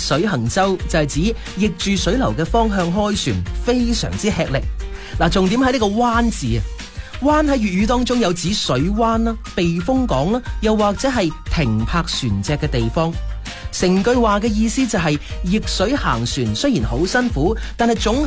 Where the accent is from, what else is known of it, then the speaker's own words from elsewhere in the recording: Guangdong, China; 我哋广东人